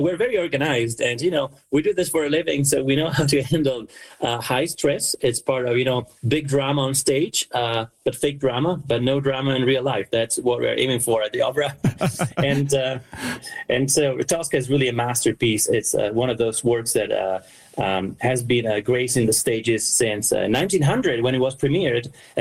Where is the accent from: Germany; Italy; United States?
Italy; Lucca, Tuscany; Puccini was born in my hometown, or actually, I was born in his city.